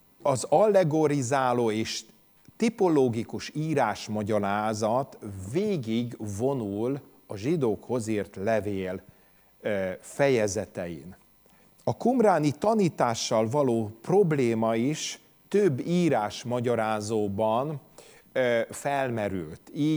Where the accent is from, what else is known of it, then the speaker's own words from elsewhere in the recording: Hungary; born there; akik itt születtünk, tudjuk, hogy ez a nemzeti himnuszunkból